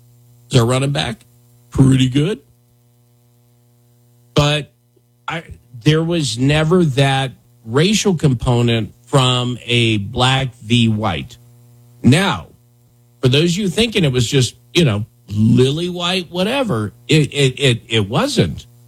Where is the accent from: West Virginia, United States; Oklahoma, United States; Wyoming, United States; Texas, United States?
Wyoming, United States; I grew up in Wyoming.